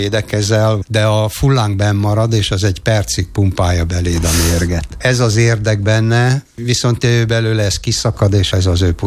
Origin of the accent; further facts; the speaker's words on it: Hungary; 60 éve vidéken nőttem fel egy paraszt családban